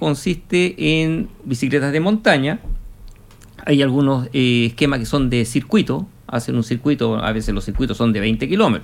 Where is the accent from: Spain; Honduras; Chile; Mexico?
Chile; Iquique, Tarapacá; born there; moved away as an adult; si bien yo soy iquiqueño